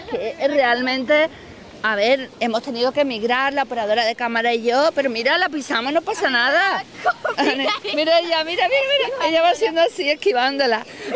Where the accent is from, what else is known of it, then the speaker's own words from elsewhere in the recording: Seville, Andalusia, Spain; Y aunque nosotras vengamos de Sevilla, ¿verdad? Adoramos Cádiz